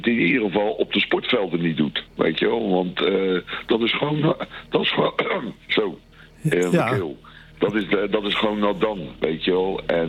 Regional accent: Schiedam, South Holland, Netherlands; Nou, ik ben geboren in Schiedam. Dus de voetbalvelden en de sportvelden waar ik geweest ben, ja, daar ben ik zelf ook als klein kind heb ik daar rondgehangen.

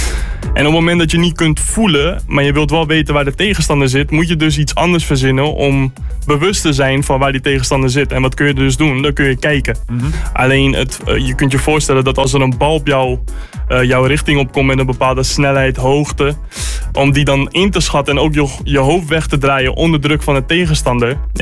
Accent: Netherlands; Ik zit daar ook natuurlijk als Nederlander, als supporter.

